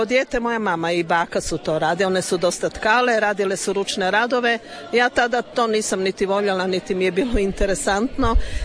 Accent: Lika-Senj County, Croatia

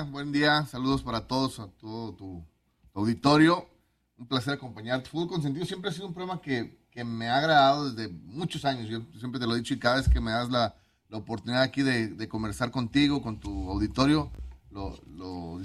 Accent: Mexico; soy mexicano

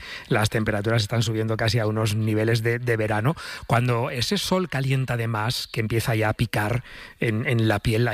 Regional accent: southern Spain, Spain; por el sur, por mi tierra, se dice mucho solano

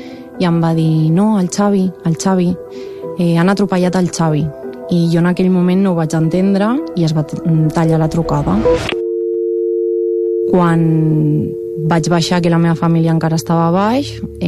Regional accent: Catalonia, Spain; perquè tots som del Vallès

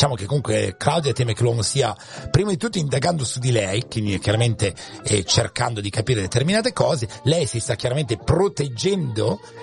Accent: Emilia-Romagna, Italy; io sono Emiliano, non Romagnolo

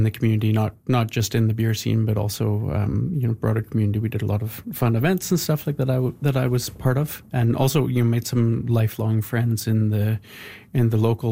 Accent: Vancouver, British Columbia, Canada; now in Halifax, Canada; So, I'm from Vancouver originally.

